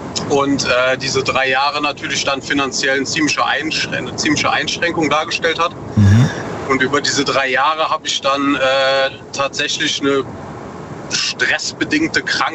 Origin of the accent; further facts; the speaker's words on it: North Rhine-Westphalia, Germany; Aus der Eifel, aus NRW.